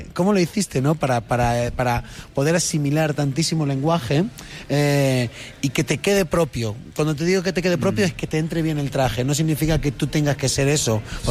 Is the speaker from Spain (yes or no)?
yes; Spain; O sea, nosotros, como españoles, fíjate como españoles